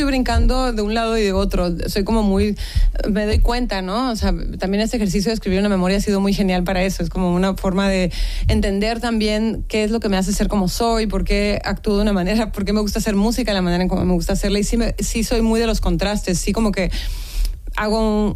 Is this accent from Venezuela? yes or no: no; Tijuana, Baja California, Mexico; la política, todo lo que se discutía en mi casa era México. Y yo creo que también por eso cuando llegué a la Ciudad de México de visita, pues me di cuenta que yo más bien quería vivir ahí